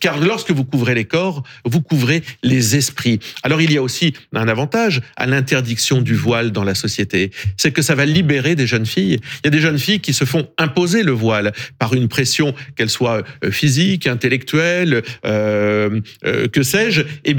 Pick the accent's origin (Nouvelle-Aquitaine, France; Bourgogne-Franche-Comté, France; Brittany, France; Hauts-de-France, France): Hauts-de-France, France; born there; je suis né dans l'Oise